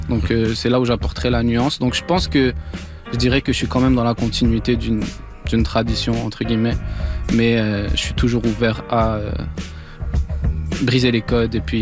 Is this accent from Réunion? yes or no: no; Morocco; Puis bon, moi je suis marocain, mais … il a des origines algériennes.